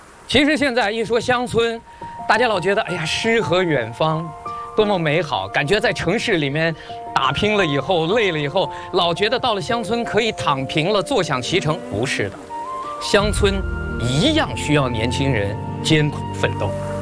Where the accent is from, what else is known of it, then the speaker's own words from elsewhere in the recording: Guangdong, China; 咱们广东人